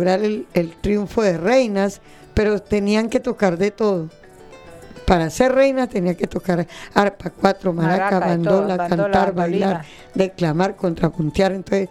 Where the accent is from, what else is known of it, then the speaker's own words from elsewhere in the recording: Arauca, Colombia; yo soy llanera